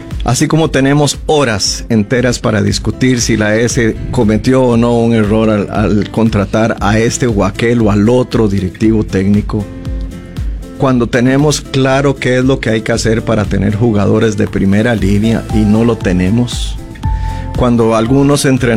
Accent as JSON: {"language": "Spanish", "country": "Costa Rica", "said": "nosotros como ciudadanos costarricenses"}